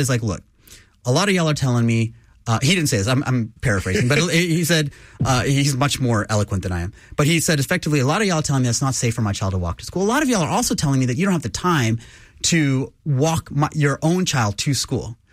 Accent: Lake Jackson, Texas, United States; A lot of parents will say, that's how I grew up, which is how I grew up in Lake Jackson, Texas.

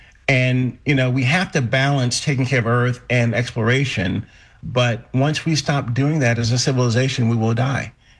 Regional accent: Lynchburg, Virginia, United States; We're flying over my hometown, Lynchburg, Virginia. And I'm thinking, my mom's probably making meatloaf and mashed potatoes.

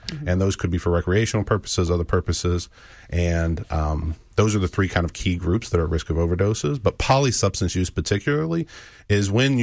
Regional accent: West Virginia, United States; moved away; so I grew up in West Virginia. I'm from West Virginia.

